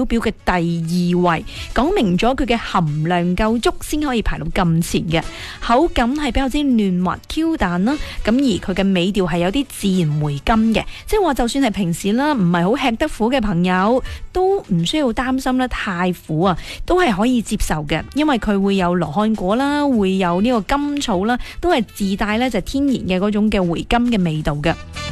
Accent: Guangdong, China

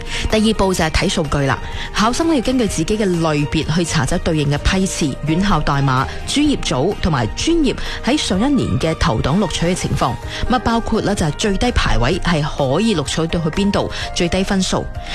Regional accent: Guangdong, China; 特别对于我哋广东人嚟讲

